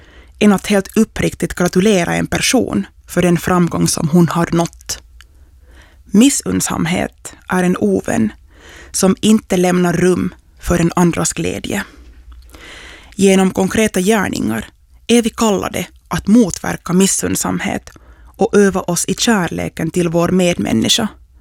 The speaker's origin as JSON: {"language": "Swedish", "town": "Träskända", "region": "Uusimaa", "country": "Finland"}